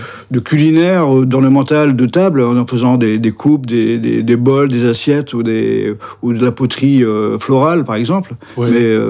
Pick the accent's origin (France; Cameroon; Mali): France; Brittany; born there; je suis breton du Léon